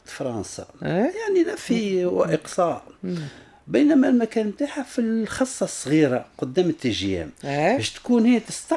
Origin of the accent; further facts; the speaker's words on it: Tunis, Tunis Governorate, Tunisia; باب سويقة حومتي،